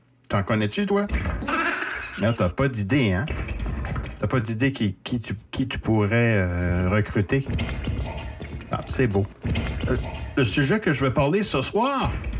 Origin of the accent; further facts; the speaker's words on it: Shippagan, New Brunswick, Canada; Oui, Chipagan, c'est ma ville natale. La péninsule acadienne, elle est située dans le nord-est du Nouveau-Brunswick.